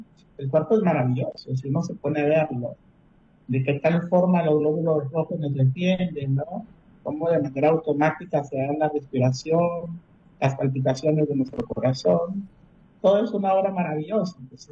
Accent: Piura, Peru; yo también soy de Piura.

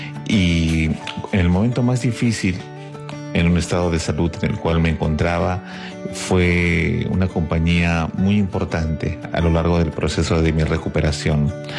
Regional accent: Los Olivos, Lima, Peru; soy del distrito de Los Olivos y escucho Radio María hace 15 años.

